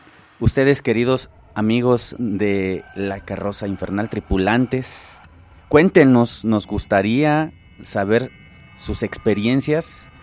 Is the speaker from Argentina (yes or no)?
no; Mexico; tenemos el gran orgullo al decir que somos mexicanos